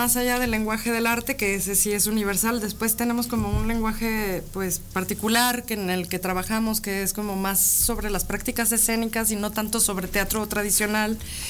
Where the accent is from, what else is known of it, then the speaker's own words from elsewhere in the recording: Aguascalientes, Mexico; now in Buenos Aires, Argentina; estoy viviendo en Buenos Aires en general, pero soy de Aguascalientes.